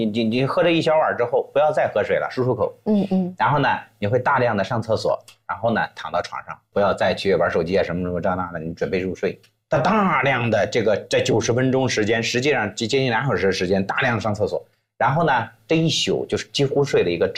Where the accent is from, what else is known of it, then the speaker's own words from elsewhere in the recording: China; 我们中国人